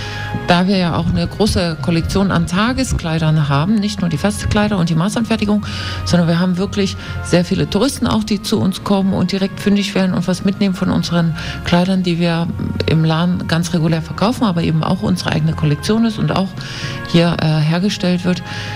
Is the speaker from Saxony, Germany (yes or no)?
yes; Saxony, Germany; moved away as an adult; also born or lived in Paris / Rome; now in Dresden, Germany; Weil die Heimat eben auch sehr schön ist und ich gebürtige Sächsin bin.